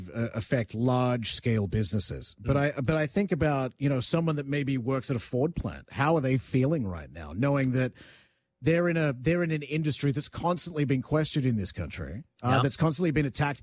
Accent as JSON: {"language": "English", "country": "Australia", "tie": "born or raised there", "moved": "yes", "lives_now": "Canada", "said": "some of the cars that I grew up with in Australia were iconic to Australia."}